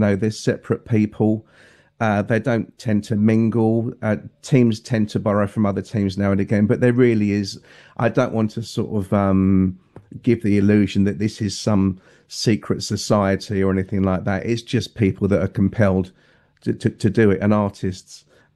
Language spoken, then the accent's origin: English; England, United Kingdom; as an Englishman